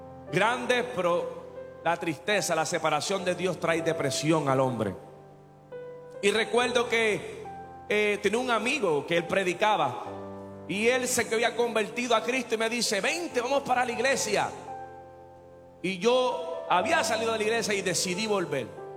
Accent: Carolina, Puerto Rico; also born or lived in San Juan, Puerto Rico; Yo nací en San Juan, Puerto Rico, en el 1992, un diciembre 16

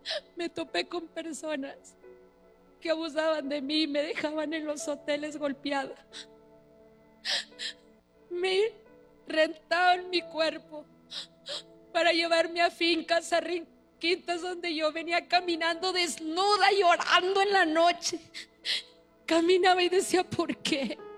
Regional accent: Monterrey, Nuevo León, Mexico; Soy de Monterrey, Nuevo León, México.

